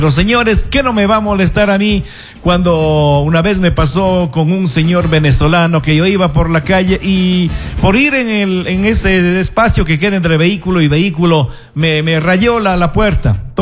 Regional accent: Cuenca, Azuay, Ecuador

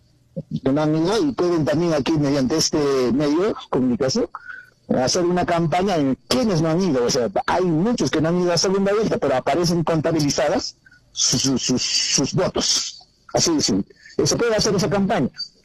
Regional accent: Peru; Entonces, nosotros como peruanos no podemos aceptar, ¿no?

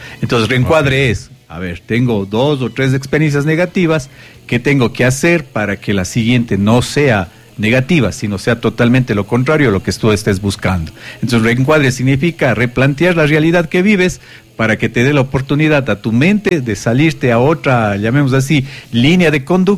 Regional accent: Ecuador; born there; pasar unas temporadas en México estudiando. Quiero mucho ese país. Nací en Ecuador

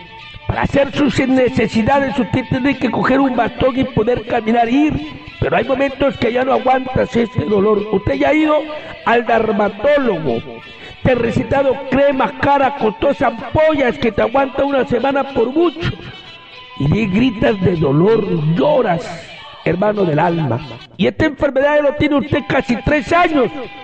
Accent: Cayaris, Peru; Le escucho por radio Unión Andina. Yo soy de Cayaris.

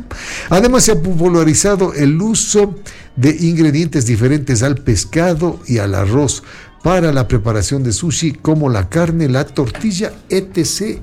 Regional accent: Carchi, Ecuador; soy del Carchi, tierra linda, ¿se acuerda?

